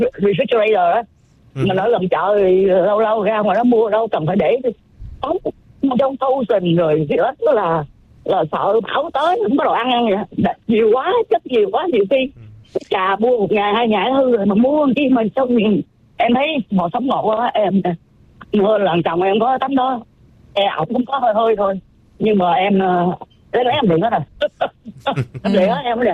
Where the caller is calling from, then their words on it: United States; Mình ở Mỹ